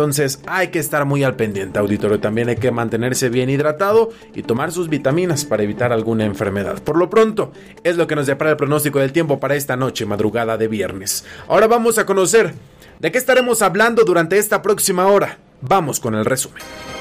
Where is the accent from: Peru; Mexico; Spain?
Mexico; Pues así somos los mexicanos